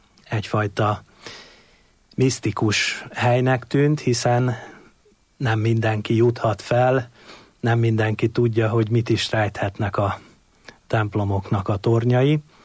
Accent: Vértesszőlős, Komárom-Esztergom, Hungary; A Komárom-Esztergom megyei vérteszőlős községből származom, oda születtem, jelenleg is ott lakom

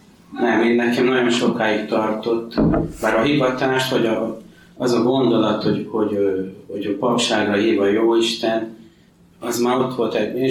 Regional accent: Györköny, Tolna, Hungary; born or raised there; also born or lived in Paks

